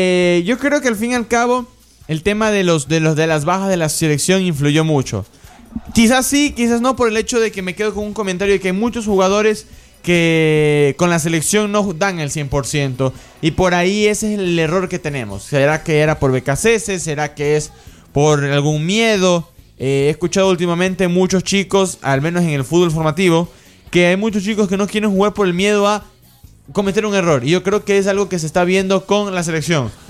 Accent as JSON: {"language": "Spanish", "country": "Ecuador", "said": "Los ecuatorianos estuvimos con el corazón"}